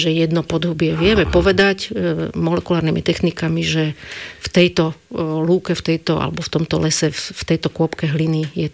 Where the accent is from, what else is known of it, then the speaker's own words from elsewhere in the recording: Bratislava, Bratislava Region, Slovakia; Ja som Paneláková Bratislavčanka kompletne